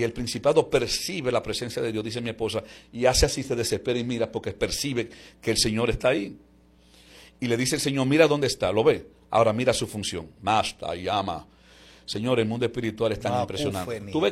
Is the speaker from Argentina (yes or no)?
no; Dominican Republic; moved away as an adult; now in United States; nosotros venimos estrenados desde la República.